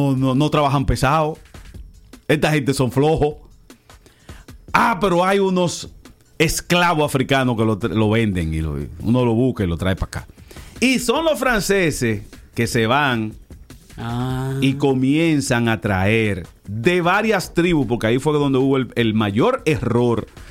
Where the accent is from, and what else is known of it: Dominican Republic